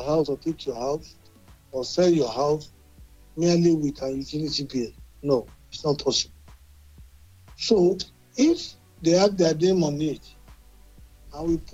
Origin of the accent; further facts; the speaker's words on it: Abeokuta, Ogun, Nigeria; I am from Abeokuta.